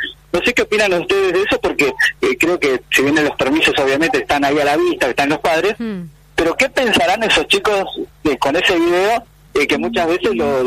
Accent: Argentina

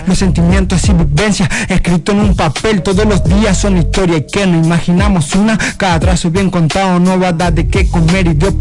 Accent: José León Suárez, Buenos Aires Province, Argentina; soy de Zona Norte, Partido de San Martín, José Luis Suárez, Carcoa, Fondo del Mar.

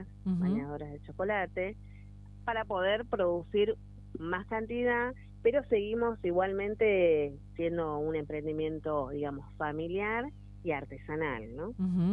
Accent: Buenos Aires, Argentina; born there

